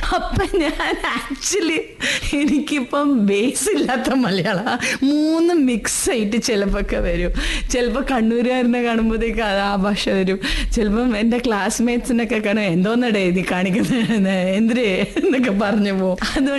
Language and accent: Malayalam; Firozpur, Punjab, India; born there